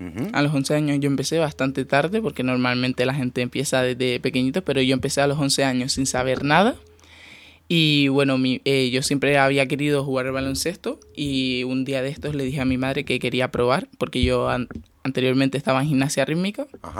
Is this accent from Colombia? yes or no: no; Teror, Canary Islands, Spain; la verdad que para mí fue un honor pues poder representar a mi pueblo, Teror.